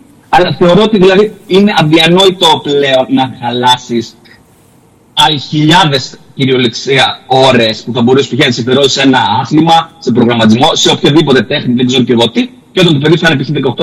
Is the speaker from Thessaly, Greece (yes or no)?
yes; Larissa, Thessaly, Greece; Εν συντομία ξανά, εγώ εντάξει, μεγάλωσα, γεννήθηκα στη Λάρισα